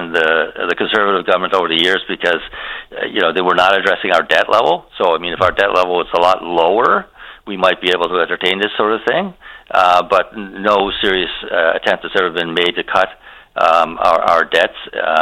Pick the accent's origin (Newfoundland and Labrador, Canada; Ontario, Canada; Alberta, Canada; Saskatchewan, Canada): Newfoundland and Labrador, Canada; Carbonear; You know, growing up in Carbonear, you know, when I became aware of understanding a little bit about economics